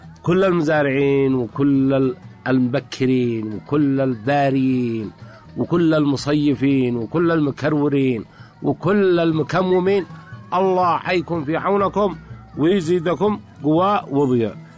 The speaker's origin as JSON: {"language": "Arabic", "country": "Yemen", "said": "عندنا في اليمن"}